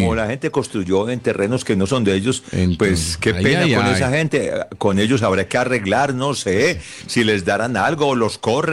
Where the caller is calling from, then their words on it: Antioquia, Colombia; nosotros los antioqueños somos jodidos